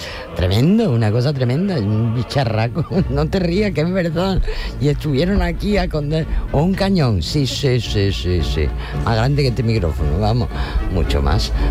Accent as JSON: {"language": "Spanish", "area": "Cádiz", "region": "Andalusia", "country": "Spain"}